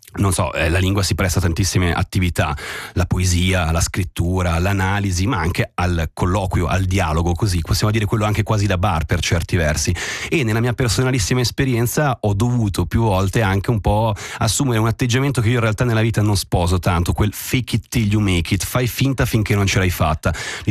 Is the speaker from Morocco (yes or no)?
no; Switzerland; Il tedesco è un po' il mio tasto dolente e mi spiace molto di questo, perché da svizzero fiero, mi viene da dire, mi piacerebbe parlare bene tutte le lingue nazionali